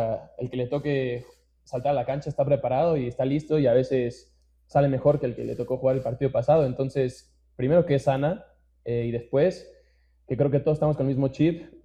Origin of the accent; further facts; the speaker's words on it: Mexico; hermano, somos mexicanos y nos sobreponemos de todo